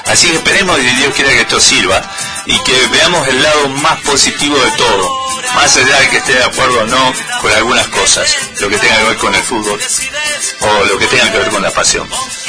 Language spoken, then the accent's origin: Spanish; Argentina; somos Argentina